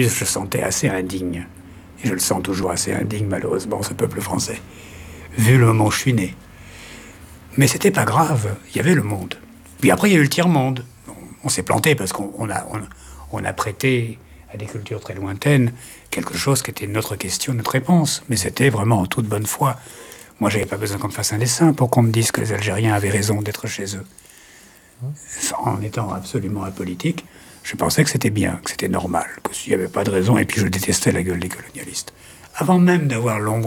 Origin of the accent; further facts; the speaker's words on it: Paris, Île-de-France, France; born there; Moi, je suis né à Paris. Moi, tout mon imaginaire, toutes mes émotions, mon ancrage, moi qui ne crois pas à la terre, qui ne crois pas aux racines et qui trouve que c'est des conneries, tout ça.